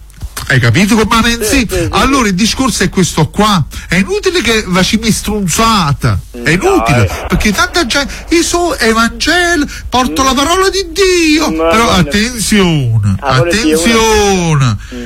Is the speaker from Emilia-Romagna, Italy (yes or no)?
no; Torre del Greco, Campania, Italy; born there; Io sono nato a Torre del Greco. Torre del Greco mi ha apprezzato tanto, mi ha voluto bene.